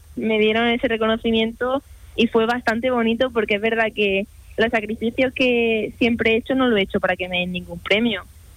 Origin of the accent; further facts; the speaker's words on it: Almería, Andalusia, Spain; puedo conseguir llevar a Almería a una Olimpiada, llegar a mi tierra